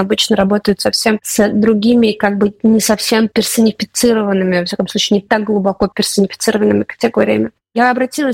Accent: Russia; born there; мы росли в Москве и Петербурге, там нет как бы культуры, культуры этой вообще.

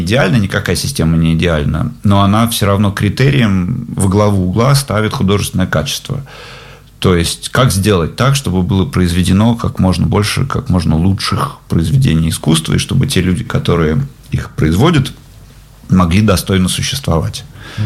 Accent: Russia; now in Germany; я из России.

